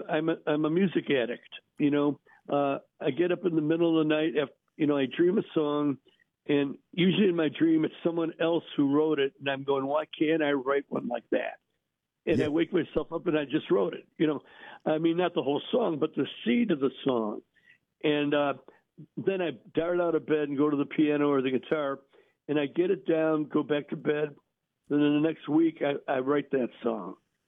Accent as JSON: {"language": "English", "town": "Berwyn", "region": "Illinois", "country": "United States", "said": "I'm from Berwyn. I have Berwyn roots, which means, you know, a Berwyn bungalow. We weren't poor, but we were very thrifty growing up."}